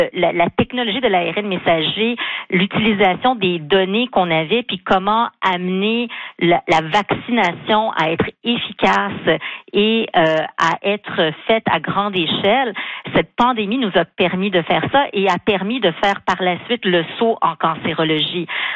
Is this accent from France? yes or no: no; Canada